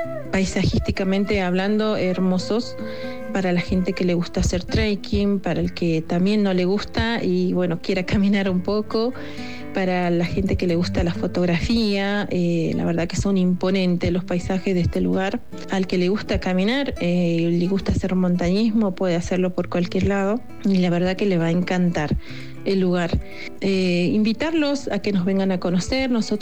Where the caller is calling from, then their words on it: El Durazno, Catamarca, Argentina; Hoy me comunico y estoy hablando desde acá, desde mi pueblo, desde mi pequeño pueblito llamado El Durazno, departamento Belén, provincia de Catamarca